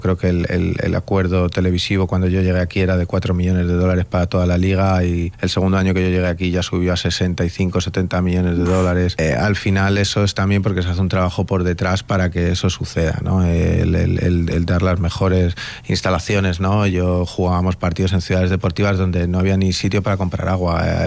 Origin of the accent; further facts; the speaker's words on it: Spain; Que me gustaría, como español y como persona de fútbol, como yo digo, de barro, de barrio, que yo he crecido